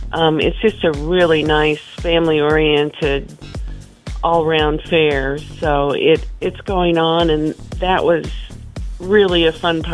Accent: Fisher, Illinois, United States; Okay, my hometown was Fisher.

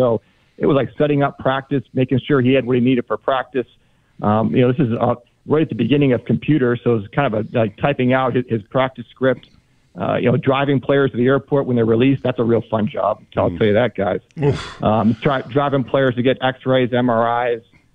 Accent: Buffalo, New York, United States; I was from Buffalo. I was a big Bills fan, obviously.

